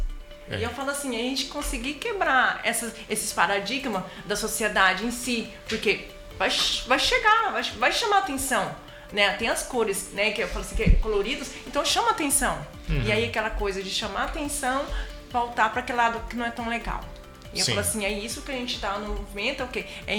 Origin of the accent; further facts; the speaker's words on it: Goiás, Brazil; vim de outro estado, eu vim de Goiás.